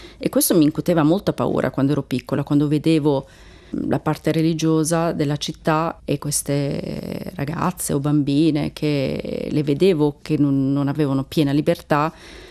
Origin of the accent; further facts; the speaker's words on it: Turkey; Perché, essendo anch'io turca, avevo questa barriera con queste donne, non c'era modo di comunicare.